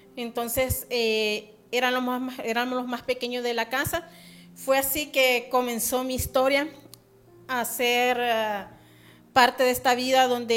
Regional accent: El Progreso, Yoro, Honduras; soy del Progreso Lloro

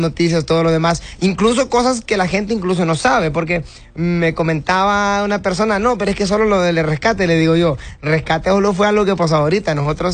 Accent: Honduras; evidentemente como hondureños

